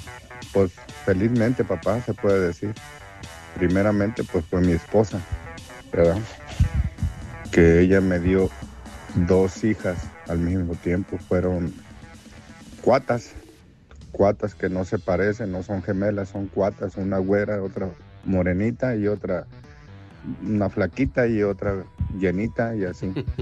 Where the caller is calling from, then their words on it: San Bernardino, California, United States; soy de San Bernardino, California.